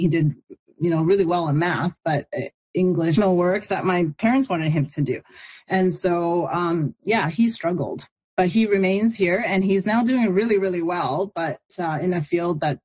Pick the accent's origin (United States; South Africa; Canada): Canada; my growing up in, you know, Canada, and then being like sort of parachuted back into my hometown felt very jarring.